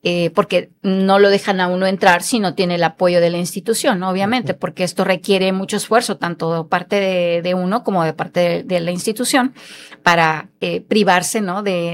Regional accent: Tampico, Tamaulipas, Mexico; moved away as an adult; also born or lived in Paraíso, Tabasco / Comalcalco, Tabasco; now in Villahermosa, Mexico; hija adoptada de Tabasco, ya llevo aquí más de 20 años. Originalmente soy de Tampico, Tamaulipas.

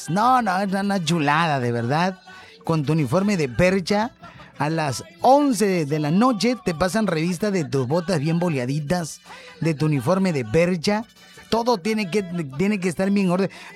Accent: Mexico; Es una bonita experiencia como mexicano.

